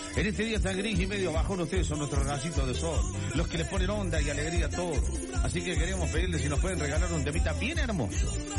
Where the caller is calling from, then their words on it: Pozo del Molle, Córdoba, Argentina; de Pozo del Moll, de Chabatón, y estoy con Vale escuchándolo como siempre, fieles oyentes.